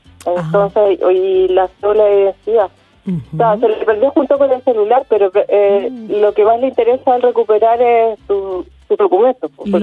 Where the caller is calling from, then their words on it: Penco, Biobío, Chile; De Penco.